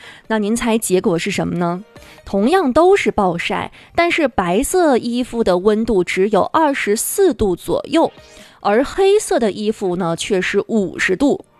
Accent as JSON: {"language": "Chinese", "town": "Harbin", "region": "Heilongjiang", "country": "China", "said": "像咱们哈尔滨人周末都喜欢往这个周边走一走"}